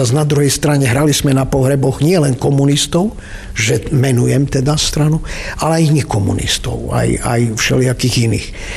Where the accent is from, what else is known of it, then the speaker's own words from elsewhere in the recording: Zemplín, Slovakia; now in Levoča, Slovakia; No ale nie som Levočan, ale som tu 40. rok. Títo spíšaci, lebo ja som Zemplínčan, tak títo spíšaci ma už prijali medzi seba.